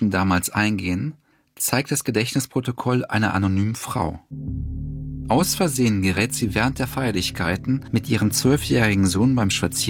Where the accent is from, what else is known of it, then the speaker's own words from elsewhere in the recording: West Germany, Germany; als Westdeutscher